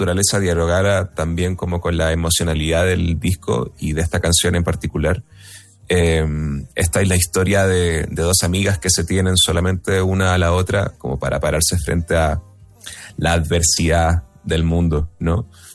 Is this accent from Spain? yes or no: no; Chile; now in Mexico City, Mexico; Somos todos chilenos.